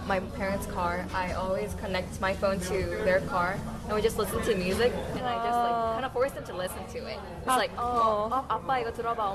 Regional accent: South Korea; also born or lived in United States; from SFS, and I was born in the U.S., and I was mostly raised in Korea.

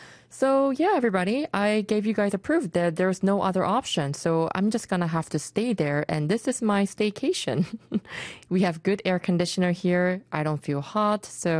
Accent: New Zealand; I grew up in a country that's filled with good nature. I grew up in New Zealand, but while I was there, I really took that for granted.

